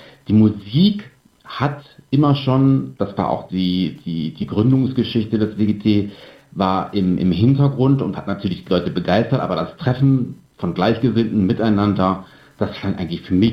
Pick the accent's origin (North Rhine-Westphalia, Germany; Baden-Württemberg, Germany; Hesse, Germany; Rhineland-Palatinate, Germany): North Rhine-Westphalia, Germany; Mönchengladbach; denn ich komme aus Mönchengladbach, nach 5,5 Stunden Fahrt, 6 Stunden Fahrt, habe ich mich da aufs Ohr gehauen